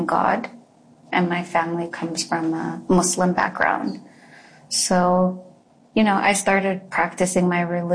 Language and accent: English; Canada; I'm as Canadian as it gets.